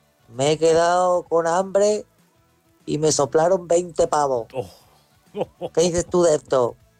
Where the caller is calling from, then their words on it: Yecla, Region of Murcia, Spain; Buenos días … de Yecla.